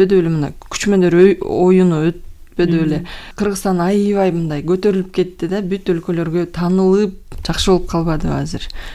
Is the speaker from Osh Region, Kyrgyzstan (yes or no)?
no; Toktogul, Jalal-Abad Region, Kyrgyzstan; born there; Токтогулда төрөлдүм.